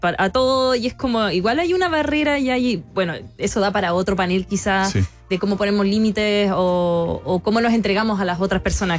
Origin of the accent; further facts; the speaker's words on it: Germany; Spanish is a second language; Yo nunca me había quedado fuera de la casa porque yo soy alemana, yo tengo todas las reglas